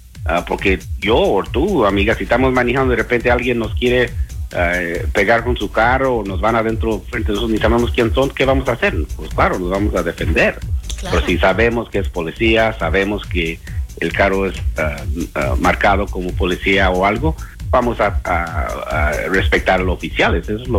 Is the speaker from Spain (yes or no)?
no; Mexico; Fue algo que nos unió juntos como mexicanos